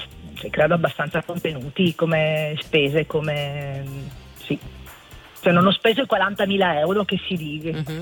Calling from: Veneto, Italy; Dalla provincia di Vicenza.

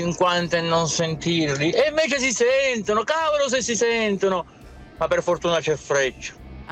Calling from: Cesena, Emilia-Romagna, Italy; da Cesena.

